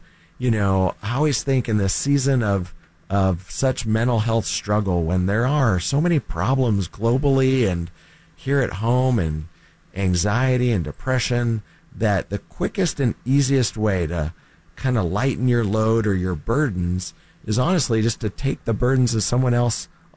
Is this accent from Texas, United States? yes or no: yes; Texas, United States; moved away as an adult; now in San Antonio, United States; I grew up in North Texas and worked for the North Texas Food Bank in the Dallas-Fort Worth area for many years.